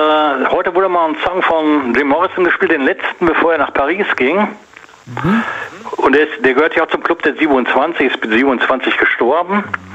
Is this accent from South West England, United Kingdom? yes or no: yes; Bristol, South West England, United Kingdom; Ich bin aus Bristol.